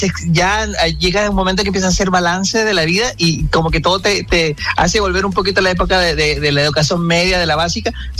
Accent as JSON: {"language": "Spanish", "country": "Chile", "said": "Y uno como chileno, es súper extraño salir de tu casa"}